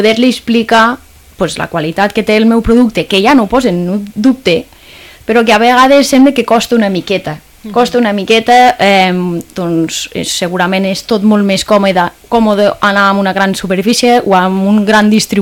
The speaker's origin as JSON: {"language": "Catalan", "region": "Catalonia", "country": "Spain", "said": "parlo per la Noguera, no?, que és la comarca que porto jo, bueno, i d'on soc"}